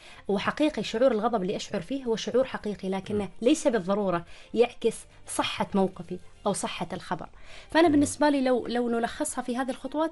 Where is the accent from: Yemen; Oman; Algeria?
Oman